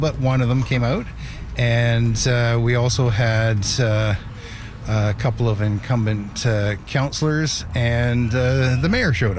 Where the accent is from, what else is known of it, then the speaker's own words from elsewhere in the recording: Colwood, British Columbia, Canada; I'm from Colwood.